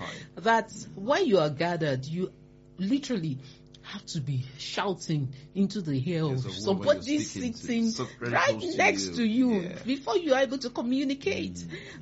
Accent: Lagos, Nigeria; I grew up in Mushin in Lagos. And, you know, I grew up actually right opposite … Shrine when I was less than 10.

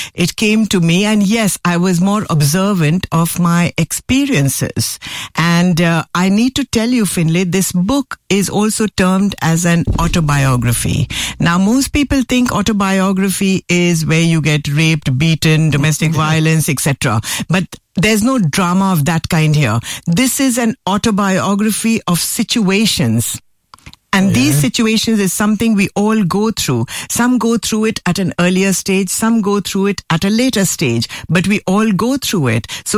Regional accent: Mumbai, Maharashtra, India; moved away as an adult; also born or lived in Delhi / America; now in Mauritius; I was born in Delhi, brought up in Bombay, and I studied in Bombay, but then I went overseas to America to do art school.

